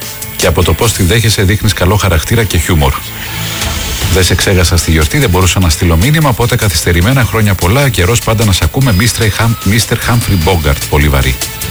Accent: Athens, Attica, Greece; είμαι γέννημα Θρέμ Αθηναίος. Και μάλιστα δεύτερης γενιάς. Και η μητέρα μου είχε γεννηθεί Αθήνα.

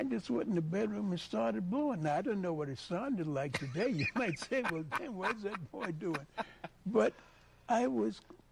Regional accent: New York, United States; Well, you know, Tavis, I was born in Harlem.

